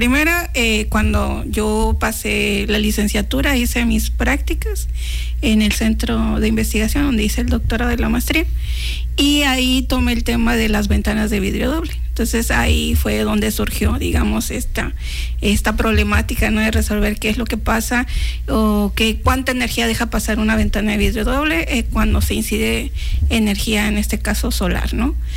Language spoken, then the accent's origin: Spanish; Chiapas, Mexico; moved away as an adult; also born or lived in Cuernavaca, Morelos; now in Hermosillo, Mexico; Soy de Chiapas